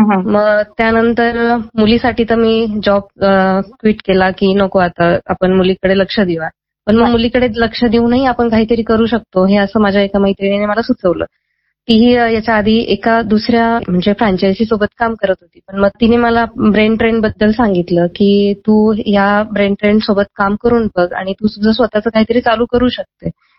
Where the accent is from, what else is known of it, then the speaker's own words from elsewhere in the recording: Nashik, Maharashtra, India; मी मूळची नाशिकचीच आहे, लग्नानंतर मी माझं MSc पूर्ण केलं।